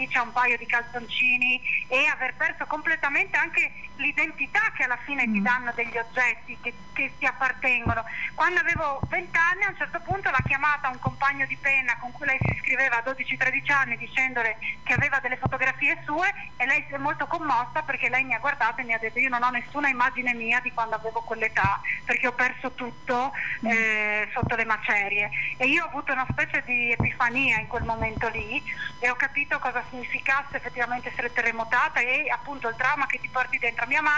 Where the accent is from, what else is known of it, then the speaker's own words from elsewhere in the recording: Gemona del Friuli, Friuli-Venezia Giulia, Italy; dall'essere nata e cresciuta a Gemona del Friuli.